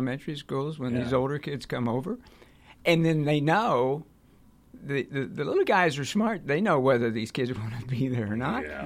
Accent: Raytown, Missouri, United States; I grew up in Raytown.

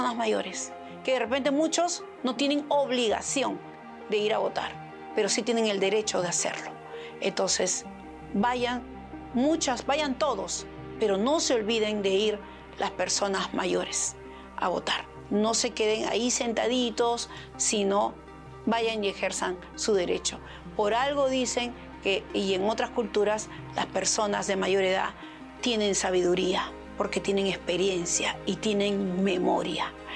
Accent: Peru

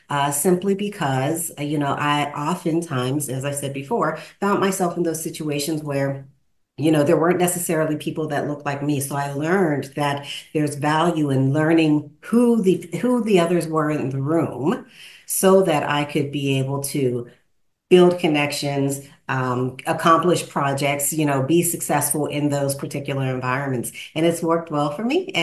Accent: Pittsburgh, Pennsylvania, United States; born or raised there

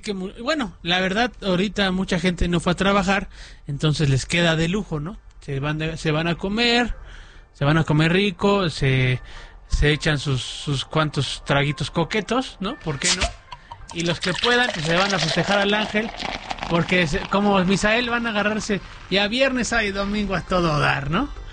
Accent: Mexico

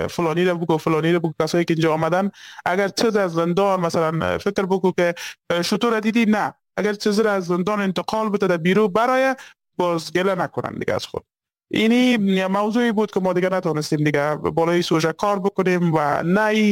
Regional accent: Afghanistan; چون من خودم یک از در خانواده های البته افغانی به دنیا آمدیم

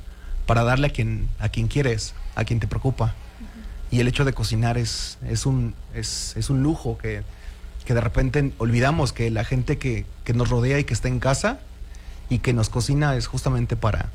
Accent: Mexico; desde una perspectiva de derecho, como mexicanos, quisimos justamente compartir nixtamal, masa y tortillas

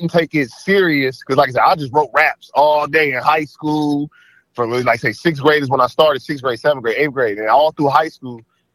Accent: Chicago, Illinois, United States; moved away as an adult; now in Los Angeles, United States; I was born and raised in Chicago until I was 19 years old, and my brother decided to move.

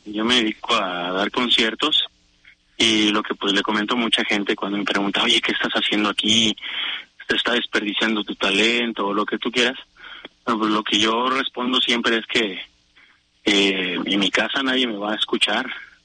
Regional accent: Mazatlán, Sinaloa, Mexico; yo que vengo de Mazatlán, pues la violencia está ahorita en un estado

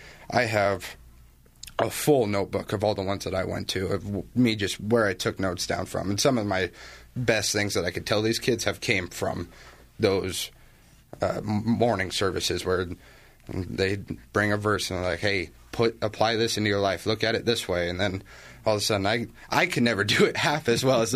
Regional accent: Eaton, United States; So I'm from Eaton.

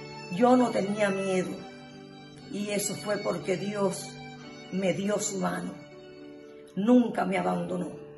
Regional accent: Cuba; Soy nacida en Cuba … Desde muy pequeña, ellos me enseñaron el amor a Dios y a su palabra.

